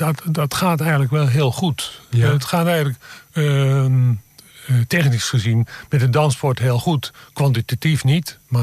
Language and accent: Dutch; Rijnsburg, South Holland, Netherlands